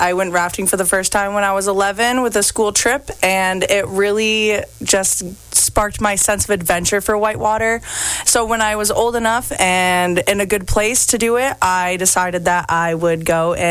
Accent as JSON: {"language": "English", "town": "Skowhegan", "region": "Maine", "country": "United States", "said": "I am from Skowhegan, Maine."}